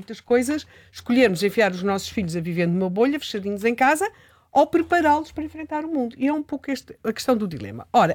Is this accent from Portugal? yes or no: yes; Portugal